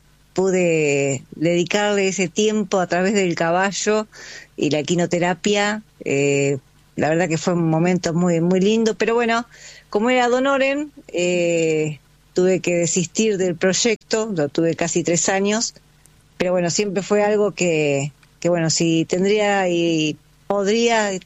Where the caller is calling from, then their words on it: General La Madrid, Buenos Aires Province, Argentina; Bueno, de General La Madrid, provincia de Buenos Aires. Estoy a unos 500 kilómetros aproximadamente. Vivo en la zona rural, soy una mujer rural, una pequeña productora ganadera. Y bueno, vivo sola acá